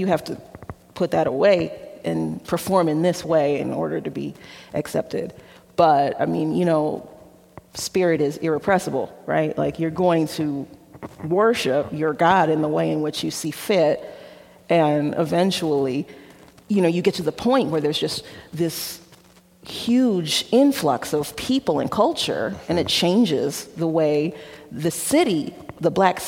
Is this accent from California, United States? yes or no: no; Chicago, Illinois, United States; I said, I'm from Chicago.